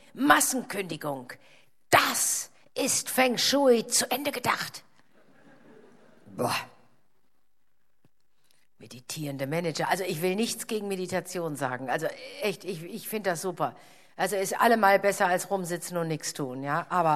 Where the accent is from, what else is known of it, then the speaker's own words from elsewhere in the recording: Rhineland, Germany; Ja, wie soll das denn bei uns im Rheinland gehen? Nach 2 Wochen fängt der Rheinländer doch...